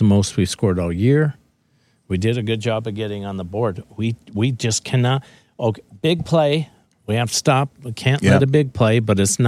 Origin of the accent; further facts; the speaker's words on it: Pampa, Texas, United States; we're from Pampa